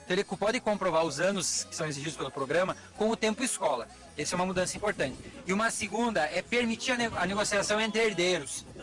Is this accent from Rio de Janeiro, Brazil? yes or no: no; Santa Catarina, Brazil; also born or lived in Lages, Santa Catarina; eu sou de Santa Catarina, sou do meio oeste de Santa Catarina, mas fiz minha vida, faculdade de agronomia e tudo mais em Lages, na Serra de Santa Catarina.